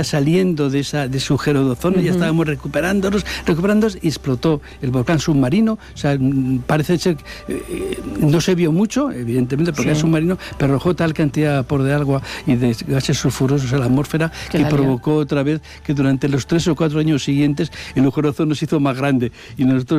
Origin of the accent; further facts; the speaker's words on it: Madrid, Community of Madrid, Spain; yo como soy de Madrid, pues dije, pues normal.